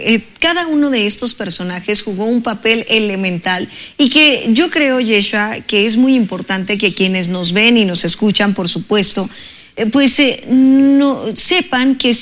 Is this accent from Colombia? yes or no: no; State of Mexico, Mexico; los mexiquenses que jugamos un papel